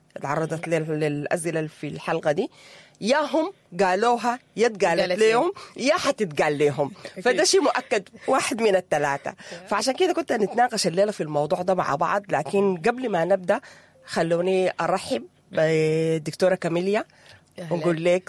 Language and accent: Arabic; Sudan; احنا كسودانيين محتاجين له